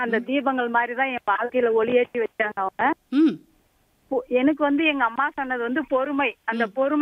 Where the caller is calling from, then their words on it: Kengavaram, Tamil Nadu, India; கிருஷ்ணகிரி மாவட்டம் கெங்காவரம்